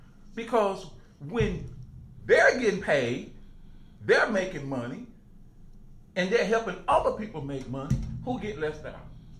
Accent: Chicago, Illinois, United States; growing up in Chicago

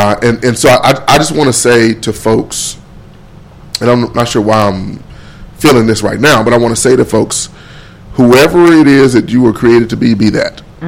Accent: Pine Bluff, Arkansas, United States; I am from Pine Bluff, born and raised, grew up fighting grasshoppers, eating honeysuckle and riding dirt bikes.

